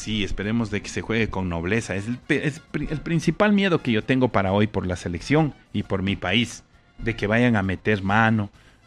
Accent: Ecuador; y aceptaremos como buenos ecuatorianos.

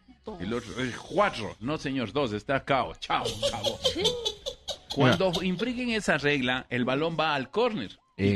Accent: Ecuador; que somos campeones los ecuatorianos

